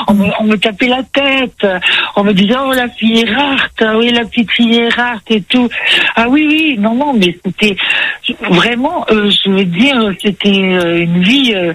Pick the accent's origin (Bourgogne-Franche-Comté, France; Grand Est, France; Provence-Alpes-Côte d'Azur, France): Grand Est, France; Parce que moi, je suis née en Alsace et je suis née